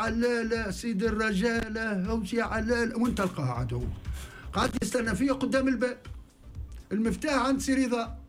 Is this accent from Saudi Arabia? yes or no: no; Tunisia; انا وين امن رو انا تونسي وفي بلادي في حاجة باش تحميني